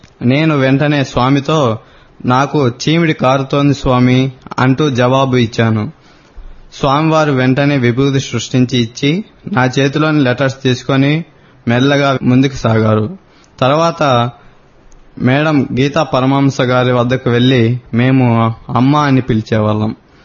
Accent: Siddharamapuram, Andhra Pradesh, India; also born or lived in Puttaparthi / Chittoor; now in Tirupati, India; మాది పుట్టపర్తి పక్క సిద్ధరాంపురం అను చిన్న గ్రామం.

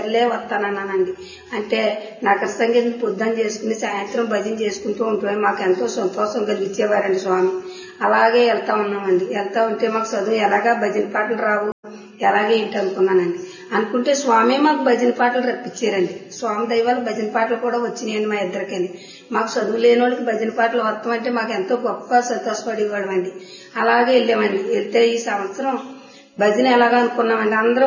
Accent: Palamuru, Telangana, India; రమ్మండి, మాది పాలమూరు అండి.

